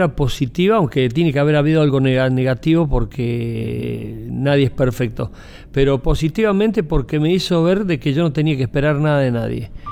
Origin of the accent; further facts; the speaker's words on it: Argentina; moved away as an adult; Y me fui de Argentina, me fui a los 19 años.